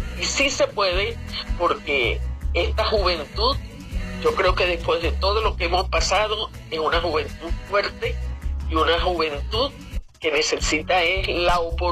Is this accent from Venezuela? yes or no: yes; Venezuela; nosotros como venezolanos valemos, pero ustedes como jóvenes ahorita, en este momento, tienen el gran reto de conducir este país.